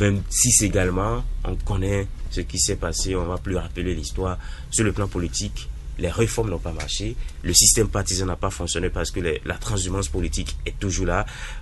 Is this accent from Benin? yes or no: yes; Benin; je suis un Béninois